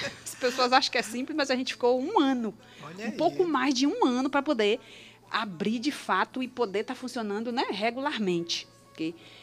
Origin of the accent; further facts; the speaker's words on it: Conceição do Jacuípe, Bahia, Brazil; also born or lived in Feira de Santana / Minas Gerais; eu só nasci em Feira de Santana, mas fui criada em Conceição de Jacuípe